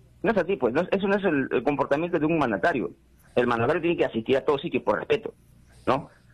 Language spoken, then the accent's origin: Spanish; Abancay, Apurímac, Peru; Amigos, mejor dicho, y compatriotas, porque yo soy de Abancay, no soy de Puno.